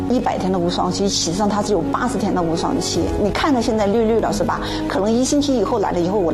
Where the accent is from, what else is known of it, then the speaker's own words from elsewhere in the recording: southern China, China; moved away as an adult; now in Yiwu County, Hami, China; 因为我是南方人，然后来这个地方的生活水土是不服的